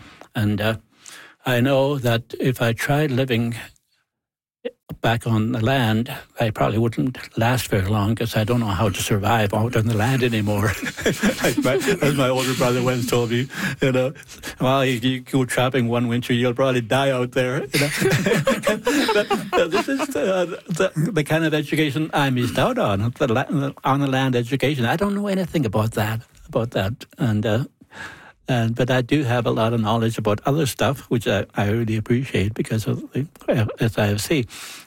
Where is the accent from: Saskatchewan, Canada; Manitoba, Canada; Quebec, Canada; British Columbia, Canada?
Saskatchewan, Canada; Stanley Mission; born there; moved away; I grew up in a residential school. I am originally from Stanley Mission, Saskatchewan.